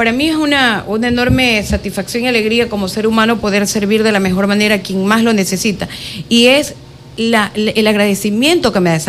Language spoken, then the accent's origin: Spanish; Quevedo, Los Ríos, Ecuador; en Quevedo. Nací en Quevedo.